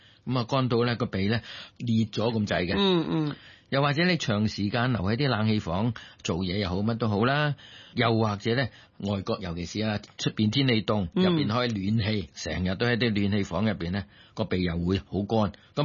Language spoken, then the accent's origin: Cantonese; Guangdong, China; 我哋广东人叫流鼻血啦。